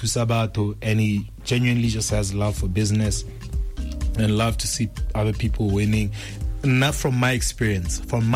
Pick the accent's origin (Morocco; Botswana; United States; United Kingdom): Botswana; now in South Africa; At first, I was afraid to say that I'm from Botswana when I was in South Africa.